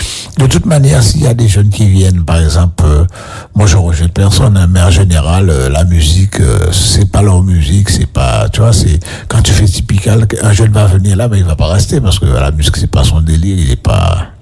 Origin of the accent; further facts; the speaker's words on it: Le Gosier, Guadeloupe; Parce que je suis du Gosé, à l'époque, il y avait beaucoup de boîtes de nuit.